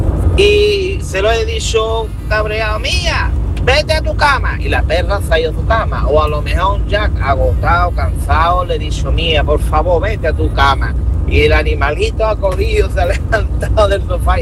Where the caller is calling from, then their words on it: Morón de la Frontera, Andalusia, Spain; de Morón.